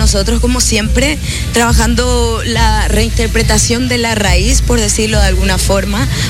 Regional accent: Paraguay

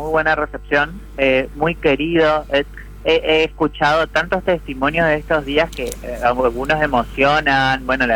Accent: Itatí, Corrientes, Argentina; solo por ser de Itatí. Entonces, por supuesto que también me llena de orgullo poder mostrar lo que somos y también de Corrientes en sí, porque Itatí es Corrientes, Corrientes es Itatí

